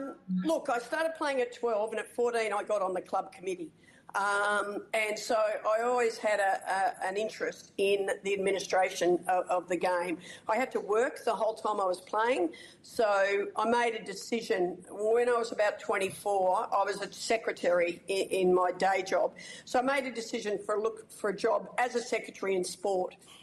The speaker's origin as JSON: {"language": "English", "town": "Melbourne", "region": "Victoria", "country": "Australia", "tie": "born or raised there", "said": "I grew up in Melbourne"}